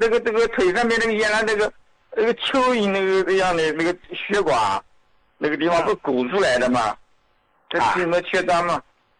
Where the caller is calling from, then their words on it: Nanjing, Jiangsu, China; 你好，胡老，我是南京的胡椒老膏的受用者。